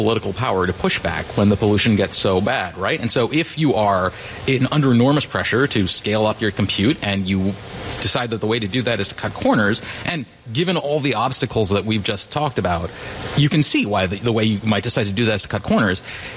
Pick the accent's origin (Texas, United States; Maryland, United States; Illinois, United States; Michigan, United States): Maryland, United States; Rockville; born or raised there